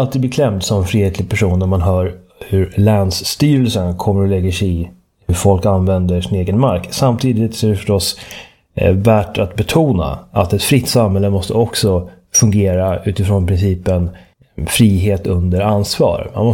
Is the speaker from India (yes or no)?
no; Germany; now in Sweden; jag hörde i min barndom i Östtyskland